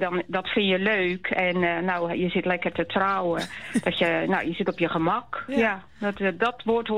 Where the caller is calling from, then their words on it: Katwijk, South Holland, Netherlands; Ik kom uit Katwijk, ja.